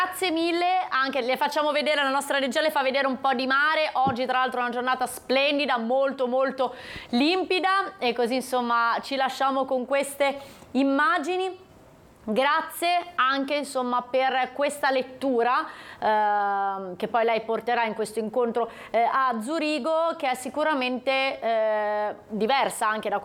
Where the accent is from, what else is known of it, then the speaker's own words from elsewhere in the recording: Casella, Liguria, Italy; born there; Glielo dice una che è nata a Casella